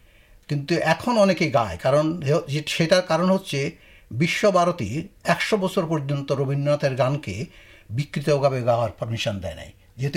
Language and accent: Bangla; Bangladesh; moved away as an adult; also born or lived in Adelaide, Australia / Melbourne, Australia; now in Brisbane, Australia; যেহেতু আমরা বাংলাদেশ থেকে এসেছি